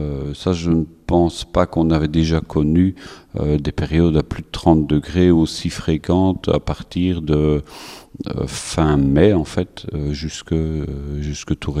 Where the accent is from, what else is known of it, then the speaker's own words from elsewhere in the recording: Leuze-en-Hainaut, Wallonia, Belgium; Oui, donc … je viens de la région de Hatte, Leuze-en-Hainaut précisément.